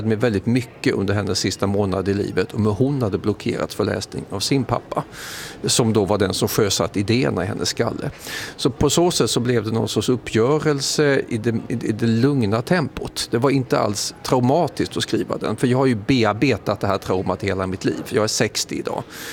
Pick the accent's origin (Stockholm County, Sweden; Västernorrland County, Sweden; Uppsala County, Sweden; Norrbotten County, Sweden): Uppsala County, Sweden; jag växte upp utanför Uppsala